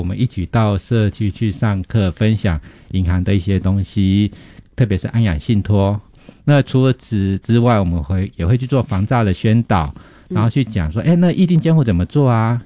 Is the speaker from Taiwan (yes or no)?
yes; Taiwan; 我发现其实我们台湾人常常忽略掉一个东西